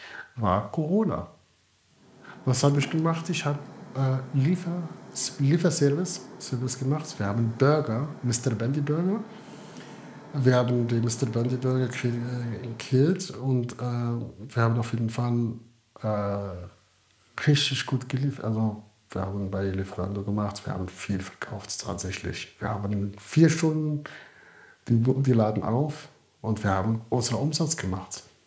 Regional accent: Morocco; now in Fulda, Germany; Ich bin dort geboren, ich bin dort aufgewachsen. Also Marokko ist wirklich sehr, sehr, sehr schön.

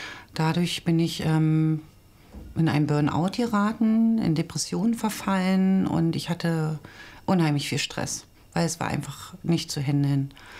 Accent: Falkensee, Brandenburg, Germany; ich bin 51 Jahre alt, ich komme aus Falkensee

